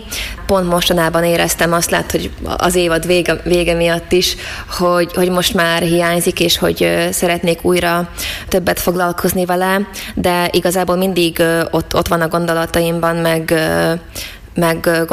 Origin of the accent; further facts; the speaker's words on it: Slovakia; felvidékiként én elég komoly helyzeti előnnyel indultam a fordításoknál, mert a négy országból igazából három nyelven értettem